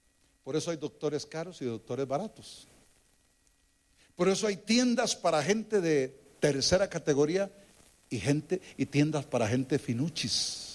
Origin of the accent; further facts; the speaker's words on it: Costa Rica; yo nací en una familia de la más acomodada en Costa Rica.